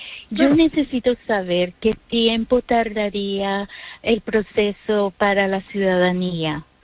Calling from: Los Angeles, California, United States; viviendo en Los Ángeles

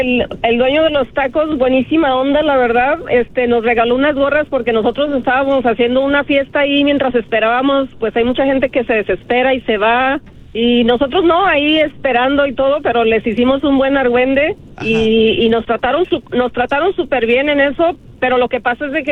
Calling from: Guadalajara, Jalisco, Mexico; yo soy de Guadalajara.

